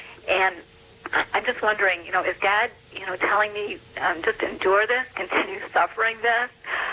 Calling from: Livonia, Michigan, United States; I'm calling from Livonia, Michigan

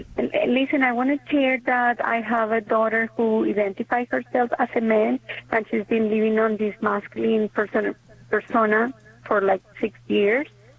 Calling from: Boca Raton, Florida, United States; I'm calling from Boca Raton, Florida.

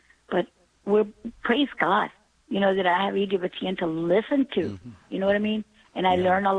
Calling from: Texas, United States; And if I talk funny, well, I'm from Texas.

